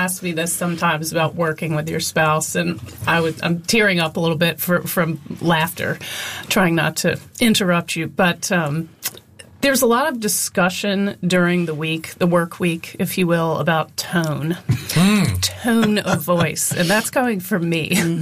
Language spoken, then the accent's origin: English; North Carolina, United States; I grew up in North Carolina. And I, when I'm playing her, I'm really trying to be around my family that's from King, North Carolina, which is not a cosmopolitan area.